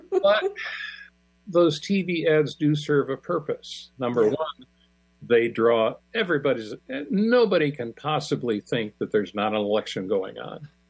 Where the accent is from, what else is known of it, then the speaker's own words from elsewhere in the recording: Michigan, United States; moved away; I recently visited my home state of Michigan for a few days